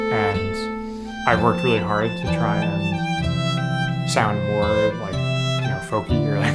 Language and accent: English; Scotland, United Kingdom; born there; I mean, I am Scottish. My father's Scottish, and I was born in Scotland. But I didn't grow up listening to Scottish folk music.